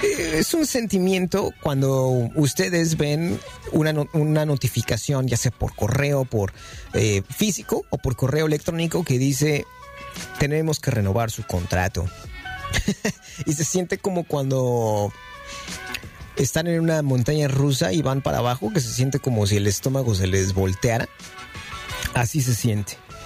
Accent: Mexico; en México les llamamos inquilinos

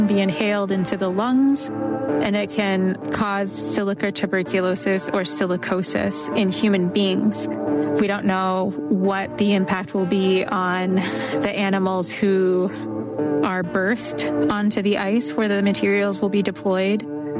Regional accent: St. Lawrence Island, Alaska, United States; I'm from St. Lawrence Island.

